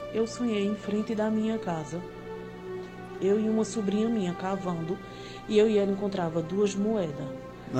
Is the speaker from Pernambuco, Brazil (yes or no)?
yes; Toritama, Pernambuco, Brazil; Eu sou de Toritama, Pernambuco.